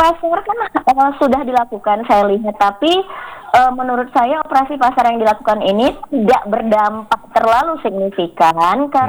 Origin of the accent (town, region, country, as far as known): Aceh, Indonesia